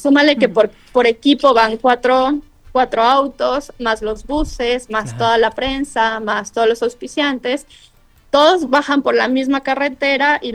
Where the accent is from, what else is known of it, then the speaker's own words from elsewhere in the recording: Ecuador; now in Spain; yo no vivo en mi país Ecuador. Sin embargo, como estoy aquí, yo tengo ya mi residencia